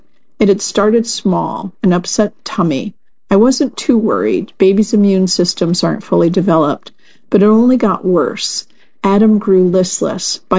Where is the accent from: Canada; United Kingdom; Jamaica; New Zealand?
United Kingdom; England; born or raised there; now in United States